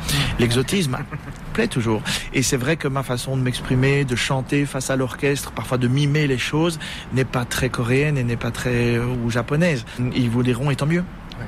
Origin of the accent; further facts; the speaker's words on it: Bastogne, Wallonia, Belgium; born there; étant donné que je suis belge.